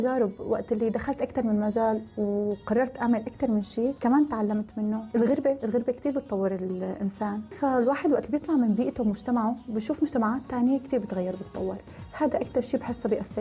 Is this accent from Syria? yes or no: yes; Syria; now in United Arab Emirates; ونحن كسوريين محبوبين بالإمارات